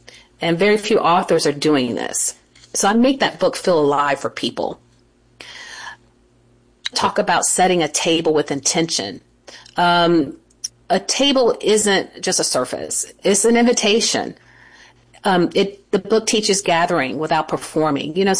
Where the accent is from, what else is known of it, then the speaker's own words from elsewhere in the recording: South Carolina, United States; I grew up in South Carolina.